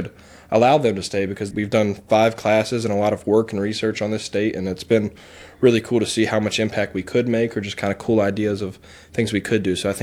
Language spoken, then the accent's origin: English; West Virginia, United States; Growing up in Fayette County, I saw my dad from Anstead. His whole area, I saw how bad it was changed from when he was a kid to when I was growing up in there